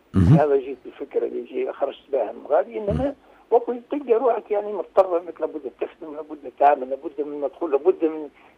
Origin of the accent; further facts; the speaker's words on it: Medenine, Tunisia; also born or lived in Om Ettamr; أم التمر هذايا أين ولدت ثم تربيت في مدنين وقرأت دراستي الابتدائية والثانوية كلها في مدنين.